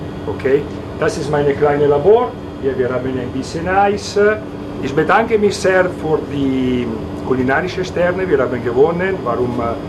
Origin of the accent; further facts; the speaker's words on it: Italy; German is a second language; now in Germany; ich komme aus Italien, ich bin hier von 6 Jahren, ich habe gegründet diese kleine, aber wunderschöne Eismanufaktur in Masfelder Südarz.